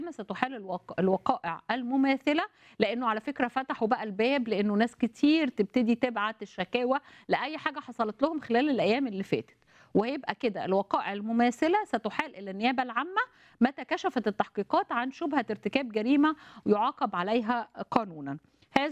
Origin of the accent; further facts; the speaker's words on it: Egypt; بتعلمنا كلنا ازاي نكون بنحب مصر بلدنا وننتمي ليها ونصلي لاجلها.